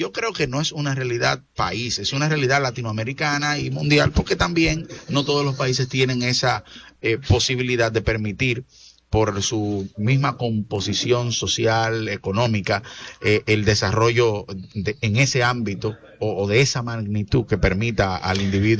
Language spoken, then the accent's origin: Spanish; Moca, Espaillat, Dominican Republic; mi pueblo natal, que es Moca